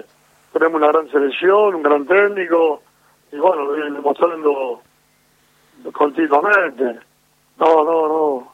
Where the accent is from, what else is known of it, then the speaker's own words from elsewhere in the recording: Argentina; deseando que nos vaya bien como argentino